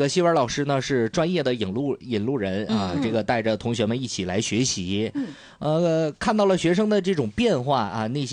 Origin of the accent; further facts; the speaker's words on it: Northeast China, China; 作为北方人和东北人来说